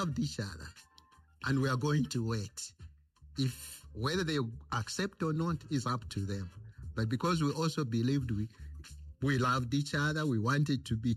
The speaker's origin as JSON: {"language": "English", "region": "North-Western Province", "country": "Zambia", "said": "Lunda, I'm Lunda from Northwestern. Marrying a Bemba from Northern, that's impossible."}